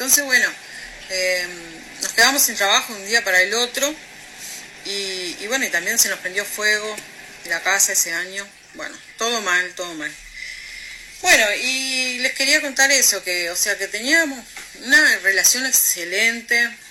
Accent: Uruguay; También somos uruguayos

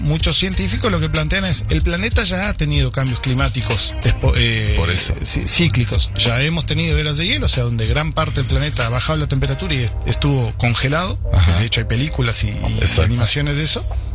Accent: Uruguay; nosotros acá en Uruguay no producimos con carbón la electricidad.

